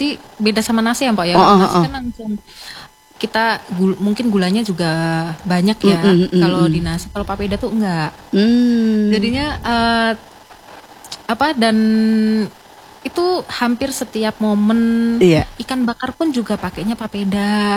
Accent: Central Java, Indonesia; now in Manokwari, Indonesia; Saya malah dari Jawa Tengah.

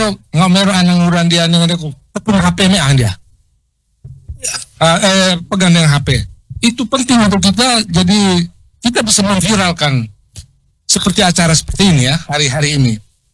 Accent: Flores, East Nusa Tenggara, Indonesia; kita orang Flores

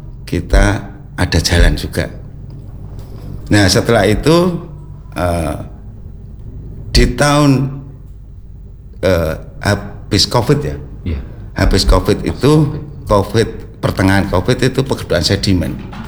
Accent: Ngipang, Central Java, Indonesia; Kebetulan waktu itu di kami warga Ngipang itu ada paguyuban namanya Tanggul Joyo

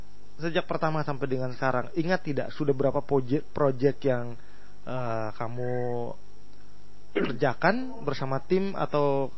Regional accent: Kewar, Indonesia; Wow, itu kampung saya tuh.

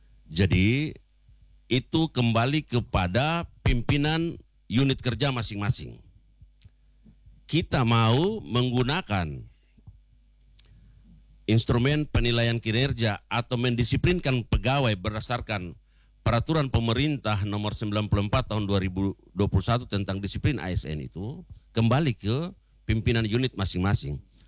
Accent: Papua, Indonesia; kita lihat tidak bisa kita menutup mata terhadap potensi itu, terutama kepada kita orang asli Papua.

